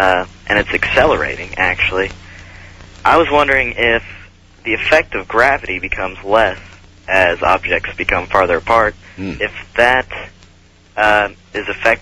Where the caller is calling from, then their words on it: Lexington, Kentucky, United States; I'm in Lexington, Kentucky.